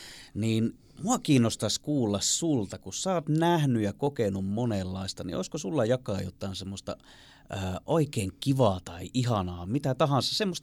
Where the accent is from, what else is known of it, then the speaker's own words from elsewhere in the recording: Helsinki, Uusimaa, Finland; now in North Karelia, Finland; Mä oon siis itse Helsingistä kotosi ja mä aina kesäisin kävin täällä Pohjois-Karjalassa.